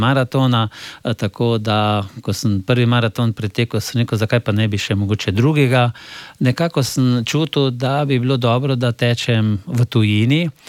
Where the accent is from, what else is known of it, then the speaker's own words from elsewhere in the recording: Slovenske Konjice, Savinjska, Slovenia; jaz sem doma iz Slovenskih Konjic, sem šel v Domžale in tam nisem imel možnosti trenirati veliki nogomet v našem kraju, domačem